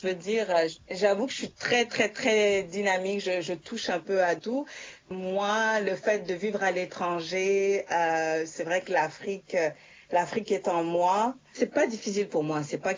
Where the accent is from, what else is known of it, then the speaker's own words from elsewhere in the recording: Montreal, Quebec, Canada; born there; also born or lived in Bangui; Moi, je suis née à Montréal, puis évidemment j'ai vécu aussi à Bangui en France